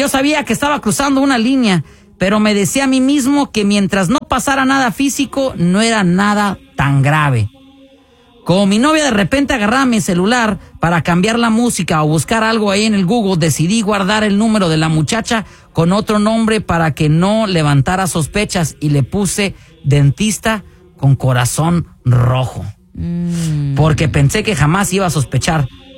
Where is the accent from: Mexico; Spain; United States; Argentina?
United States; Laredo, Texas; born there; now in Pflugerville, United States; Yo me identifico mucho con la flaquita porque también nací en Laredo, Texas.